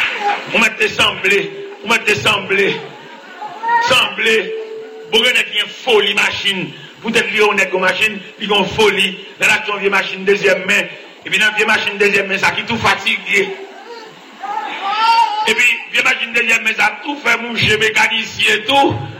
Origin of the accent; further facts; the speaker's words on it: Port-au-Prince, Ouest, Haiti; Je viens de Port-au-Prince